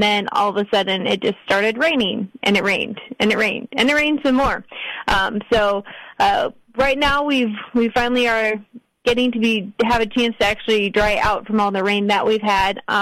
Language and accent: English; Iowa, United States; Yeah, so I grew up on a farm in Northwest Iowa, and then after I graduated high school, I went to Iowa State where I majored in agronomy